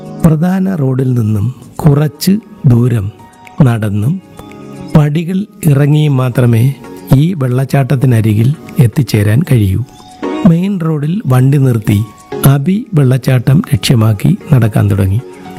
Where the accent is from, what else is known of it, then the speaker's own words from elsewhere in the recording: Kerala, India; ഞങ്ങൾ മലയാളികളാണെന്ന്